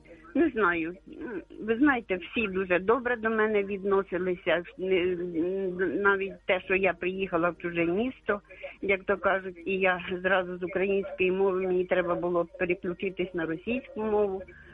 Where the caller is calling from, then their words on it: Kharkiv, Kharkiv Oblast, Ukraine; я із Харкова.